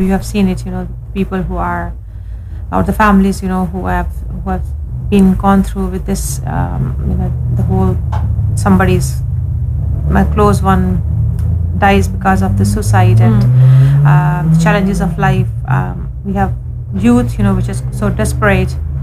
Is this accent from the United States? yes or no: no; Pakistan; now in Ireland; I'm originally from Pakistan.